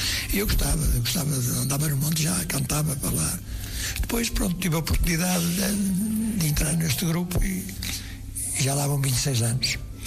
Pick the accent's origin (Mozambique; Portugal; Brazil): Portugal; Rebordosa, Norte